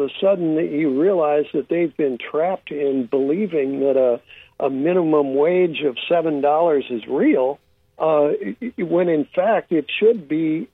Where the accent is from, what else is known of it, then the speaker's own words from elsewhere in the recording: California, United States; I'm the guy from California